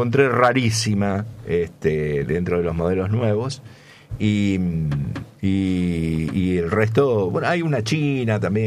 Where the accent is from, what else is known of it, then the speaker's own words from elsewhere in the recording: Argentina; nos agrandamos como argentinos